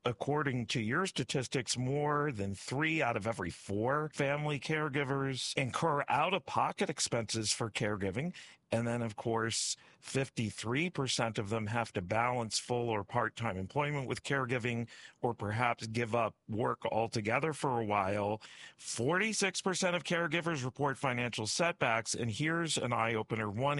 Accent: Maryland, United States; That's right, and it's my home state.

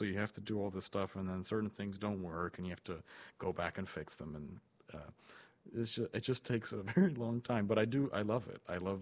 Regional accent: Santa Paula, California, United States; I was born in Santa Paula.

